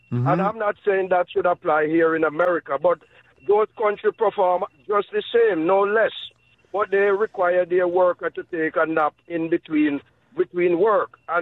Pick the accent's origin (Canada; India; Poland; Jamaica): Jamaica; now in United States; I just want to say I am from the island. I'm from Jamaica.